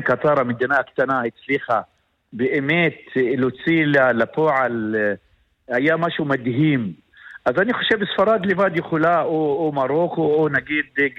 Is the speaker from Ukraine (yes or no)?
no; Italy; למען האמת, אני מאוד מאוכזב, כי אני איטלקי, וצר לי שנבחרת איטליה, לא במונדיאל.